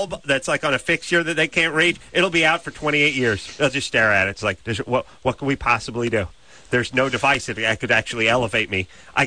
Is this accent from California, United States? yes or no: yes; San Fernando Valley, California, United States; She's a hot chick from the San Fernando Valley. That's my hometown.